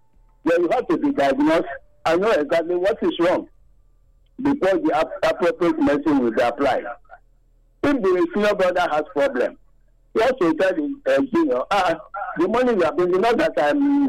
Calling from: Nigeria; I'm calling from Ogbesha Community.

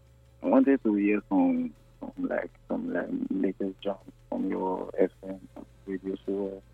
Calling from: Benin City, Edo, Nigeria; Benin Opa.

